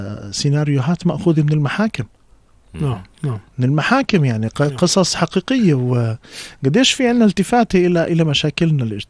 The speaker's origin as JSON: {"language": "Arabic", "country": "Jordan"}